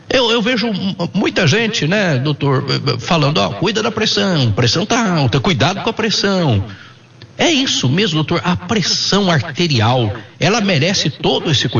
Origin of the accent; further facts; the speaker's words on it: Minas Gerais, Brazil; Eu sou mineiro, né?